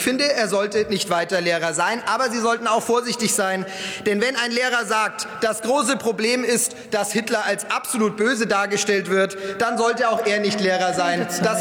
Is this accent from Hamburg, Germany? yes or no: no; Erlangen, Bavaria, Germany; Es ist doch demokratisch nicht zu erklären, dass zum Beispiel in meiner Heimatstadt Erlangen eine Partnerschaft für Demokratie ein Begleitgremium Beschluss über Geldverteilung fasst